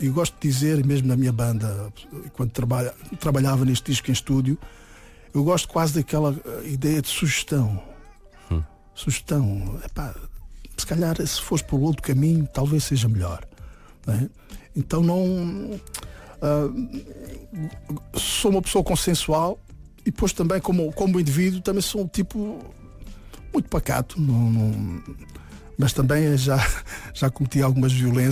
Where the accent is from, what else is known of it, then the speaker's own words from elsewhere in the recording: Portugal; como negro, também sentia-se uma pressão, sentia-se uma pressão tremenda. E quando cresci em Portugal senti essa pressão muito grande durante muito tempo.